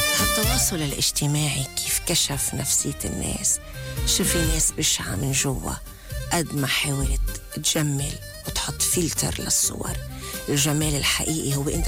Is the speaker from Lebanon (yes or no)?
yes; Lebanon; نحن كلبنانية كناس طيبة